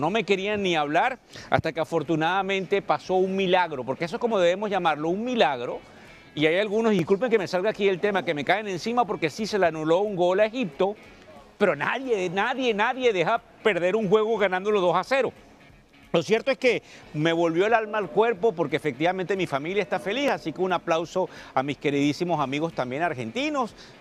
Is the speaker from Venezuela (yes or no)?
yes; Venezuela; porque acuérdense que nosotros los latinoamericanos, y yo soy venezolano, tendemos a destruir el español